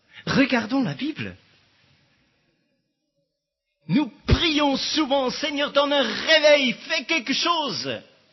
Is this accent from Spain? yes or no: no; Switzerland; je suis suisse